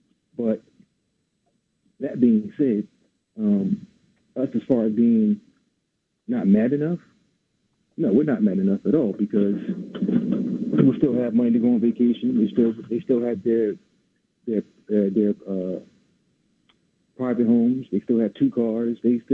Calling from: Bloomfield, United States; calling from Bloomfield.

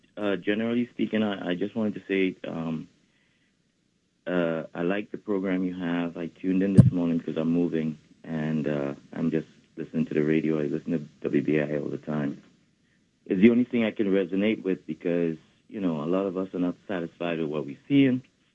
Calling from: Jersey City, New Jersey, United States; from Jersey City.

